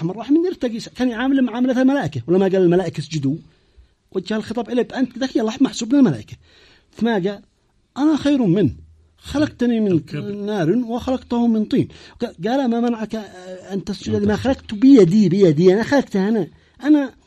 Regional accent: Yemen

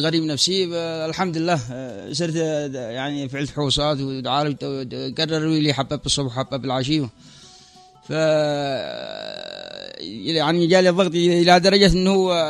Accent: Al Haymah, Sanaa, Yemen; أنا من الحيمة.

